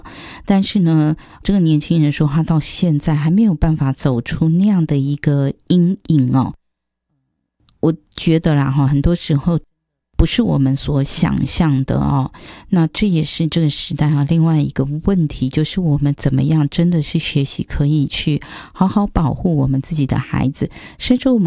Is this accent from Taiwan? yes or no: yes; Taiwan; 我觉得我们台湾人性情很善良